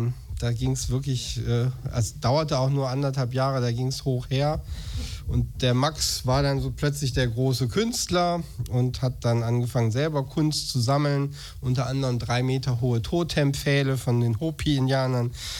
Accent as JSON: {"language": "German", "town": "Viersen", "region": "North Rhine-Westphalia", "country": "Germany", "said": "Ich komme ja aus dem Niederrhein, aus Viersen."}